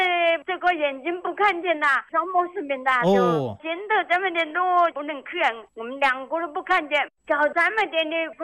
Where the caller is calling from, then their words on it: Xiantao, Hubei, China; 我是仙桃福昌镇饺子铺村。